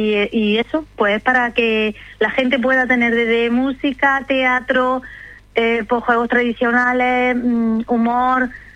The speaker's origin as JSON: {"language": "Spanish", "area": "Almería", "region": "Andalusia", "country": "Spain", "said": "cómo somos los almerienses"}